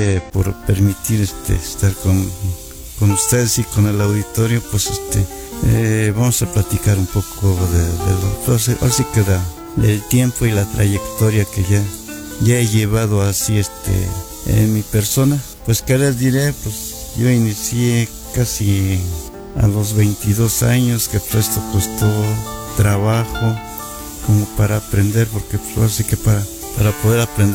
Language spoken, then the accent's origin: Spanish; Mexico; yo soy originario de la comunidad del Pedregal, municipio de San Bartolo.